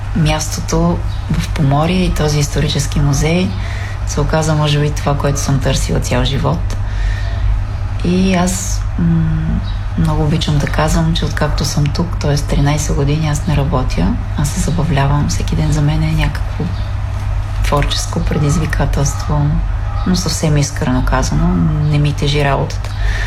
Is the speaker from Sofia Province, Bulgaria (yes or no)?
yes; Elin Pelin, Sofia Province, Bulgaria; аз съм от Елинпелин и известно време работих и в завод Изида като редач на сурова продукция